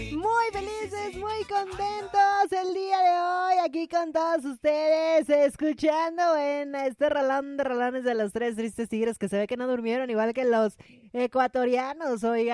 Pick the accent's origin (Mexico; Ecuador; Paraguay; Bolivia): Mexico; porque todos somos mexicanos hoy y andamos más que felices y contentos.